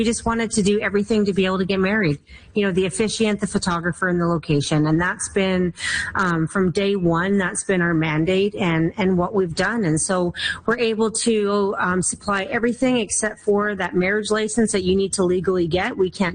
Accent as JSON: {"language": "English", "region": "Saskatchewan", "country": "Canada", "moved": "yes", "lives_now": "Alberta, Canada", "said": "I'm from Saskatchewan, so I love a good Saskatchewan girl."}